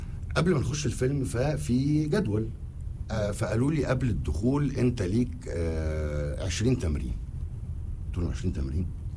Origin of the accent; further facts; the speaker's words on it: Egypt; انا كفنان مصري